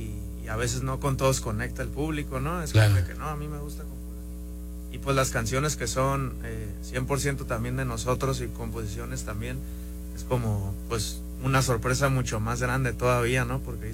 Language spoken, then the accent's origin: Spanish; Tijuana, Baja California, Mexico; nosotros somos de Tijuana